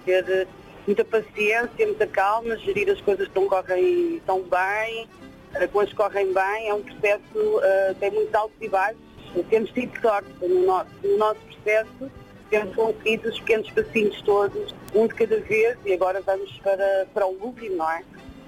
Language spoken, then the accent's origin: Portuguese; Sobral de Monte Agraço, Lisbon, Portugal; Sim, somos de Prol de Monte Graço, mas vamos para Coimbra porque foi onde conseguimos o processo no Sistema Nacional de Saúde mais rápido.